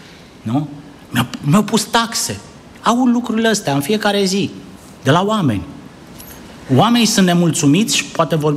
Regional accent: Romania; Și noi suntem români și noi suntem cetățeni

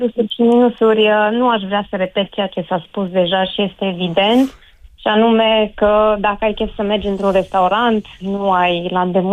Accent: Șimleu Silvaniei, Sălaj County, Romania; also born or lived in Timișoara; now in Sălaj, Romania; pornind din Șimleu Silvanie, din orașul meu natal

